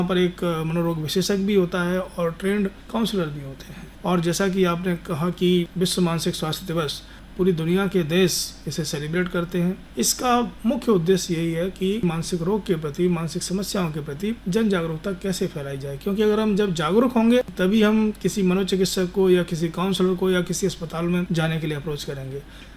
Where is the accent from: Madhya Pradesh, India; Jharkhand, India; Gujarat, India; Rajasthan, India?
Madhya Pradesh, India; Gwalior; मेरा जन्म तो ग्वालियर शहर में ही हुआ है और मैं ग्वालियर का ही रहने वाला हूँ और मेरी 12वीं क्लास तक जो शिक्षा है वो ग्वालियर में ही हुई है।